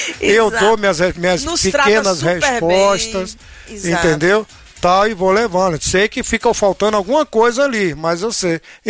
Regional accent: Barbacena, Minas Gerais, Brazil; Rapaz, eu, quando era pequeno lá em Barbacena, o cartomante olhou pra mim e disse que eu ia casar com a empregada doméstica.

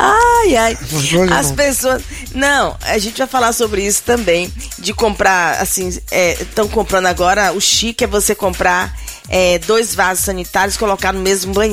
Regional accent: Bahia, Brazil; now in Waltham, United States; como a gente fala lá na Bahia, né?

